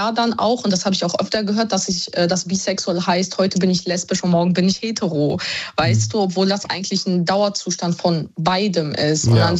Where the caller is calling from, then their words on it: Düsseldorf, North Rhine-Westphalia, Germany; Ja, Düsseldorf.